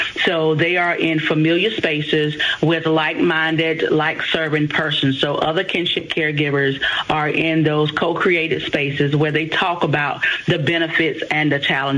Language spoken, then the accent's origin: English; South Carolina, United States; now in Columbia, United States; We're from Marlborough County, and we both reside here in the Columbia area now.